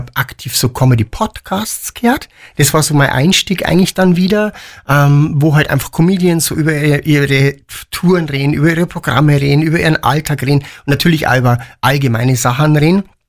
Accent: Piding, Bavaria, Germany; ihr werdet euch eh schon alle denken, genau, ich bin aus Pieding.

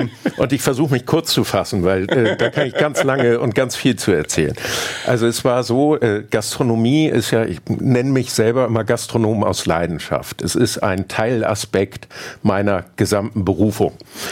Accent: Hamburg, Germany; also born or lived in Argentina; Ich bin Hamburger. Wir haben einige Jahre im Ausland gelebt. Ich hatte das große Glück, 5 Jahre mit meiner Partnerin in Argentinien leben und arbeiten zu dürfen.

